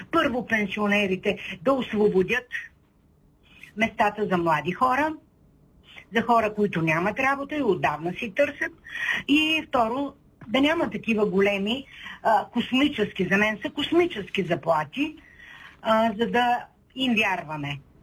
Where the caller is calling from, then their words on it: Shumen, Shumen Province, Bulgaria; съм от Шумен.